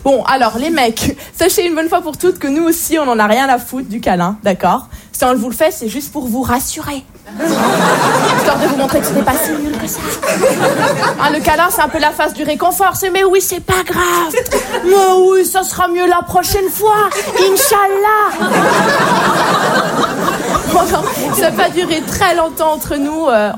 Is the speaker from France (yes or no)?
no; Switzerland; Alors oui, je viens de Suisse, mais je peux vous le dire ce soir, au fond de moi, j'ai toujours rêvé d'être arabe.